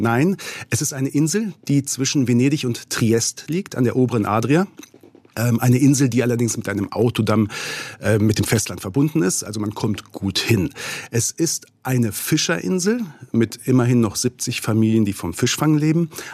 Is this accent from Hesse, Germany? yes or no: no; Lower Saxony, Germany; moved away as an adult; now in Grado, Italy; dann bin ich einfach glücklich als Niedersachse.